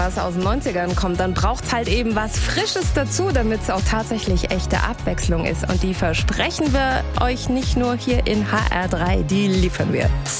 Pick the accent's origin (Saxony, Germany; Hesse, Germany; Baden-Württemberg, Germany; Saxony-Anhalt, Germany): Hesse, Germany; Es ist jedes Jahr wieder ein Spektakel bei uns zu Hause in Hessen.